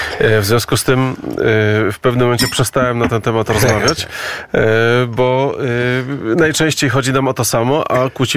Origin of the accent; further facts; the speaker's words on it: Gliwice, Silesian Voivodeship, Poland; now in Katowice, Poland; ja pochodzę z Gliwic i działam w Gliwicach